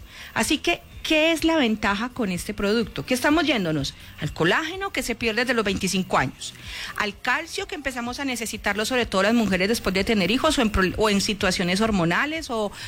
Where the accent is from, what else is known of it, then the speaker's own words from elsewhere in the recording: Colombia; Somos colombianos, y vamos a poner la camiseta y a gozar los goles.